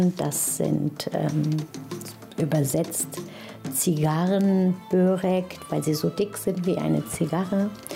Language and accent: German; Rüsselsheim, Hesse, Germany; ich komme aus Rüsselsheim.